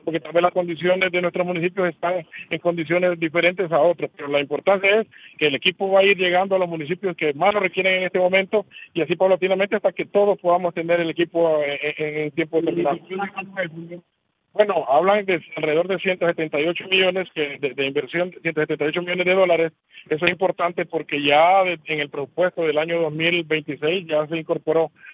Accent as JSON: {"language": "Spanish", "country": "Honduras", "said": "aquí todos somos hondureños y todos tienen derecho"}